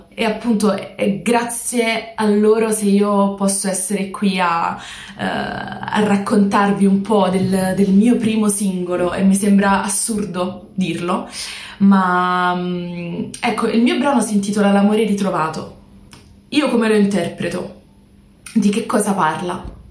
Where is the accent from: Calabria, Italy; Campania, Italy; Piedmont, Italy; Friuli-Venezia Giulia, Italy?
Campania, Italy; Naples; con la Y iniziale non me l'ho sbagliato, mi raccomando. Ho 23 anni e sono di Napoli.